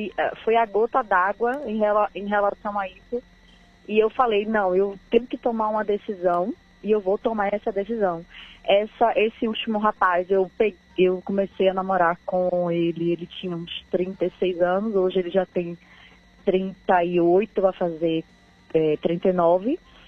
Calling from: Bahia, Brazil; que eu sou baiana, sou da Bahia

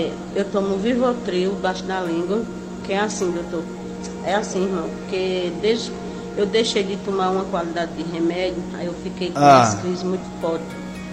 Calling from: Toritama, Pernambuco, Brazil; do bairro Independente. Sou de Toritama.

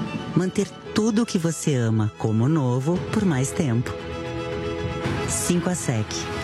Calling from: Itapuã, Brazil; Sou aqui de Itapuã

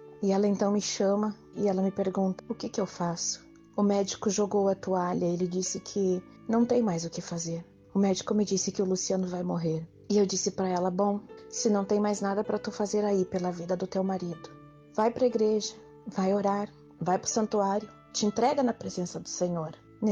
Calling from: Gravataí, Rio Grande do Sul, Brazil; sou da cidade de Gravataí, no estado do Rio Grande do Sul

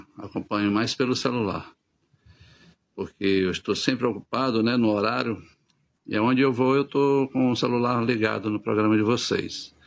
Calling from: Parnaíba, Piauí, Brazil; sou aqui de Parnaíba, estado do Piauí

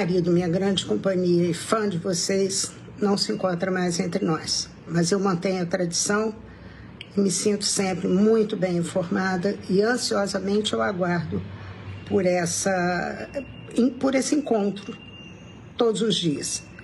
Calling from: Rio de Janeiro, Brazil; Eu falo do Rio de Janeiro.

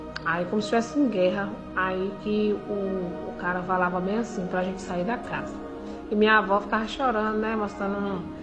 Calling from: Brumado, Bahia, Brazil; sou da cidade de Brumado, Bahia.

